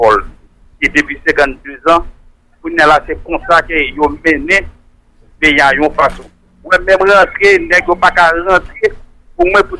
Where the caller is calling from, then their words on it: Haiti; en tant que haïtien